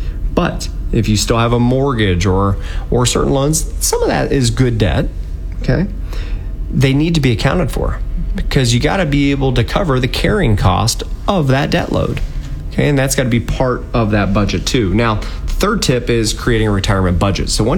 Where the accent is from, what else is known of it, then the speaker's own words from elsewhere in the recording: Dayton, Ohio, United States; I think is just so cool that we're actually from Dayton.